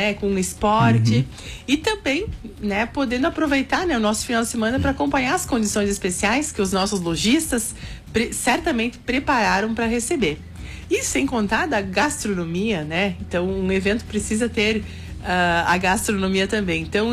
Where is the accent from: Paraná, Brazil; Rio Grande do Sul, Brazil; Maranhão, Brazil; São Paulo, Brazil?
Rio Grande do Sul, Brazil; somos gaúchos